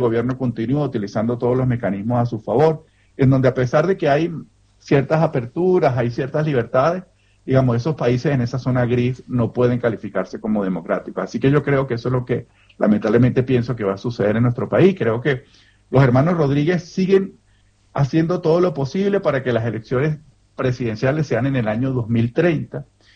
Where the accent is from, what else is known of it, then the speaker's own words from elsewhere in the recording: Venezuela; moved away; Mira, yo como venezolano, como defensor de derechos humanos y sociólogo, por supuesto me gustaría que cualquier mecanismo que se habilitara diera una solución para la grave crisis venezolana y que todos pudiéramos regresar al país con seguridad